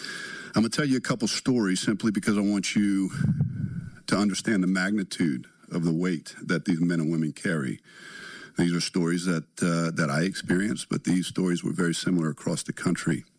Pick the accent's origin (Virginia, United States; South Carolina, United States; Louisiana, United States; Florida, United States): Louisiana, United States; Belle Chasse; I come from southern Louisiana, born and raised in Belchase.